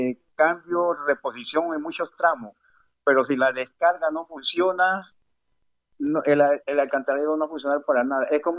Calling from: Buenaventura, Valle del Cauca, Colombia

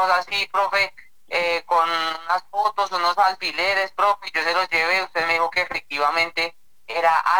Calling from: Caparrapí, Cundinamarca, Colombia; Lo llamo por acá desde Caparrapí, Cundinamarca

